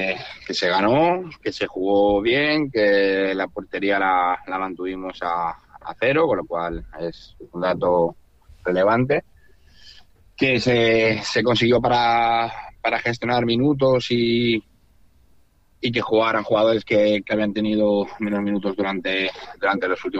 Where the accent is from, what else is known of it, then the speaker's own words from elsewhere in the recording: Valencia, Valencian Community, Spain; moved away as an adult; yo soy de Valencia pesar que llevo aquí ya 15 años viviendo en esta zona, soy de Valencia